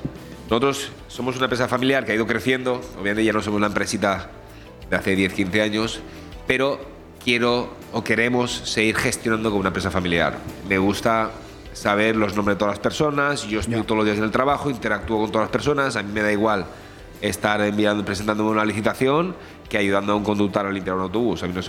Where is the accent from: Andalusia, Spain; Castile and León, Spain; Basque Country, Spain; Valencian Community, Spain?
Valencian Community, Spain; Benidorm; Benidorm para mí es mi vida. Yo soy un amante, un enamorado de Benidorm. He nacido, me he criado aquí, mi vida, mi mujer, mis hijos, tengo mi familia, todo aquí.